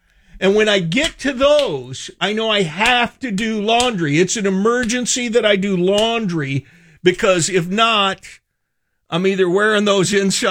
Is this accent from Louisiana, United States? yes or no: no; California, United States